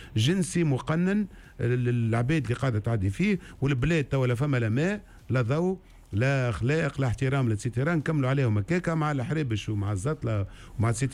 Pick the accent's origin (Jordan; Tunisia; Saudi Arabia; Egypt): Tunisia; Sousse, Sousse Governorate; انا سوسه ما ندخلهاش معناتها ما نحبهاش سوسه انا في صغري الكل عديته في سوسه